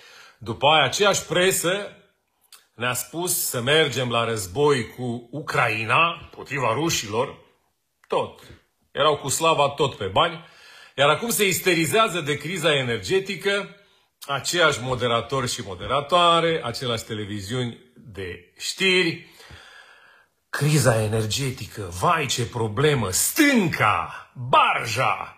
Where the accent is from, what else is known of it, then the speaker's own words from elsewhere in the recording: Romania; am ajuns să fim noi românii un popor de struți.